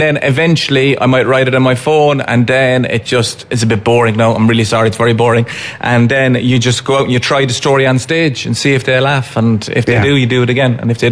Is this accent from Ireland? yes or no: yes; Cork, Munster, Ireland; No, like, this is the thing, like, some people will go, did they get you outside Cork? I'm like, I'm speaking English.